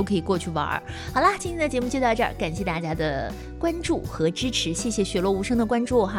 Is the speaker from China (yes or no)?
yes; northern China, China; 我们北方就是大饼卷一切